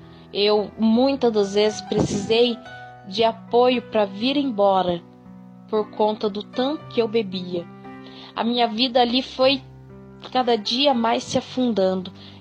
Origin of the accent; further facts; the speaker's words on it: São Paulo, Brazil; eu sou do interior de São Paulo, da cidade de São Luís.